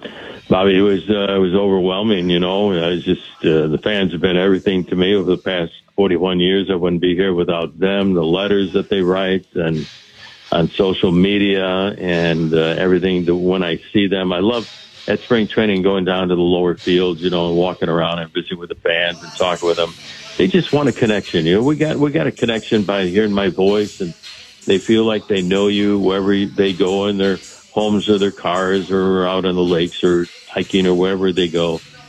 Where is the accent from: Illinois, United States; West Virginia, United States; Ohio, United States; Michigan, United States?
Illinois, United States; Chicago; now in Seattle, United States; that's where I grew up on the south side of Chicago.